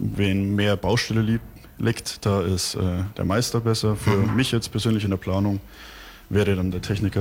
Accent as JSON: {"language": "German", "town": "Magdeburg", "region": "Saxony-Anhalt", "country": "Germany", "moved": "yes", "lives_now": "Wunsiedel, Germany", "said": "Ich komme aus Magdeburg."}